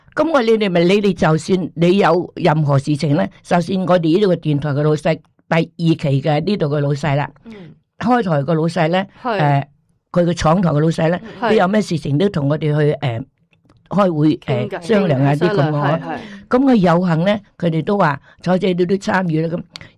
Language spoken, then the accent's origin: Cantonese; Guangdong, China